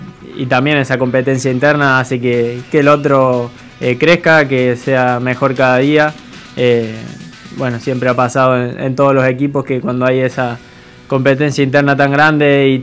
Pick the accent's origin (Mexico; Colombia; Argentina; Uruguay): Argentina; Bueno, como argentino